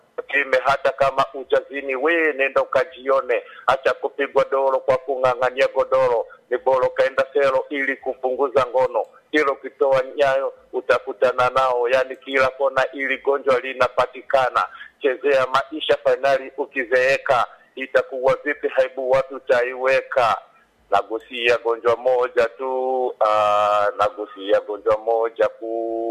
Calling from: Ukerewe, Mwanza, Tanzania; natoka Ukerewe ya Bweko Mchangani.

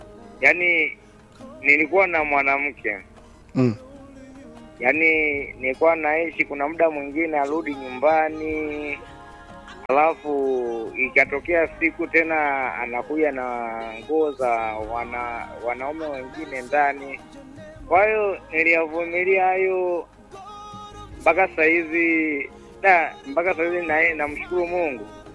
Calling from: Ilula, Iringa, Tanzania; niko Ilula Sinja Mbuyu.

